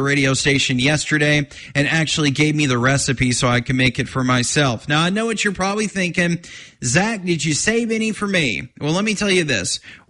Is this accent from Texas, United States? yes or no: yes; Texas, United States; I grew up in the Cook County area and went to school at Kalispell.